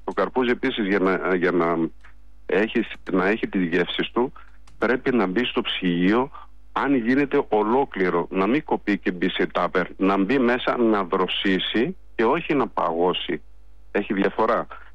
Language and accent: Greek; Nea Agioneri, Central Macedonia, Greece; Η γιορτή αυτή γίνεται στο χωριό μου, το νέο Αγιονέρι Κυλικής, που βρίσκεται 30 χιλιόμετρα δυτικά της Θεσσαλονίκης. Είμαστε Καπαδόκες και είμαστε εδώ και 100 χρόνια φυτεύουμε καρπούζια.